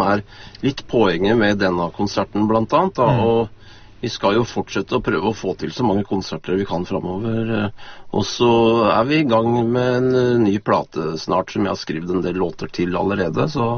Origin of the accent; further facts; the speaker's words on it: Mjøndalen, Buskerud, Norway; Vi er fra Mjøndalen